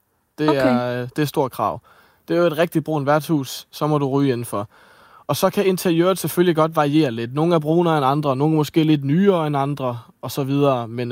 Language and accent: Danish; Ebeltoft, Central Denmark Region, Denmark; jeg er jo fra Østjylland, ude fra Ebeltoftdag, og så tænkte jeg, altså, hvorfor ikke Jylland?